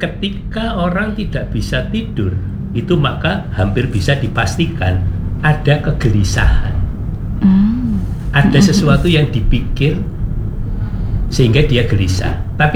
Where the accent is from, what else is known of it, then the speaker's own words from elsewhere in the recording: Surabaya, East Java, Indonesia; berhubung aku arek Surabaya jadi kayak sepiro Jawa lupa.